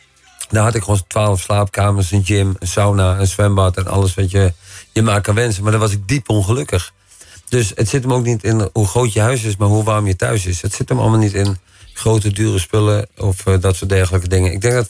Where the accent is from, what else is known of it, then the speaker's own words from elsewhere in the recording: Lelystad, Flevoland, Netherlands; also born or lived in Stadskanaal / Amsterdam; En ik ben opgegroeid in Lelystad. Een stukje Amsterdam. Maar ik ben gewoon geboren in Stadskanaal. Ik ben eigenlijk gewoon een jongen uit het noorden. Ik kom niet van het kamp.